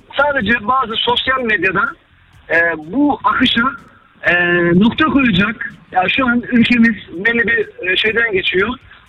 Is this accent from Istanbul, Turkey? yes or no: no; Zonguldak, Turkey; Şimdi ben bir Zonguldaklıyım. Öncelikle onu söyleyeyim. Tüm Karadeniz vilayetleri olduğu gibi Zonguldak da milliyetçi bir şehirdir.